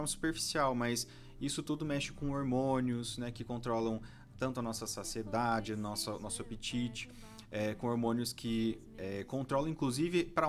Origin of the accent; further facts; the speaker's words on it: Ponta Grossa, Paraná, Brazil; eu sou aqui de Ponta Grossa.